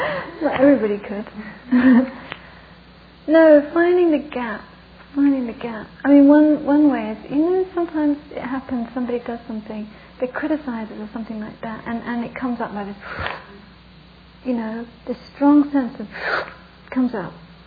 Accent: England, United Kingdom; I'm English, so I was brought up to repress them.

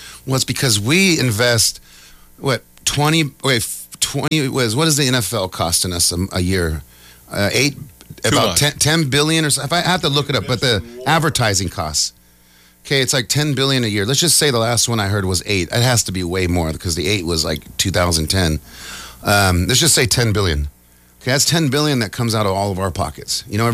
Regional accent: Arizona, United States; our family, we don't sunburn. That's because we come from Arizona. Desert, stinky, no fun Arizona.

